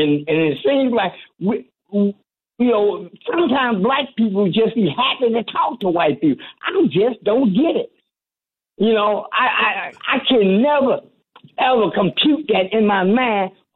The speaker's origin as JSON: {"language": "English", "town": "Detroit", "region": "Michigan", "country": "United States", "tie": "born or raised there", "said": "growing up in Detroit."}